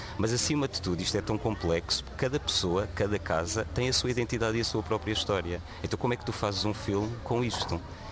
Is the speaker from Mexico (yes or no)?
no; Setúbal, Portugal; Eu vivi, passei a minha infância nas Torres da Reboreda, que são os edifícios colados ao bairro dos Pescadores e ao Grito do Povo.